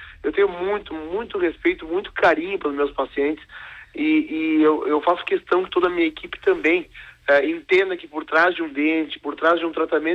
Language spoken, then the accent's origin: Portuguese; Brazil; born there; Brasileiro, eu sou brasileiro nato, né?